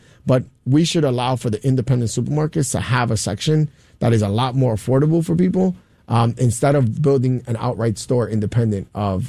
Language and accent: English; New York City, New York, United States; also born or lived in Fort Greene, Brooklyn; I was born and raised in Williamsburg as well. Born in Fort Greene in Cumberland Hospital, but born and raised in Williamsburg in the South Side.